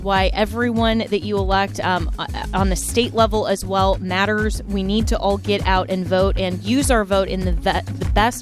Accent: Florida, United States; my home state, Florida's AG, James Uthmeyer.

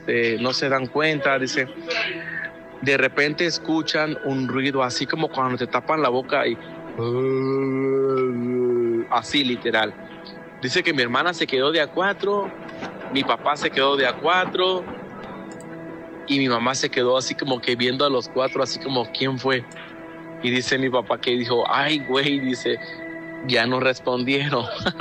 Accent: Tonalá, Chiapas, Mexico; now in Omaha, United States; estoy aquí en Omaha, Nebraska. Soy del estado de Chiapas, del municipio Tonalá, Chiapas, zona costera, frontera con Guatemala.

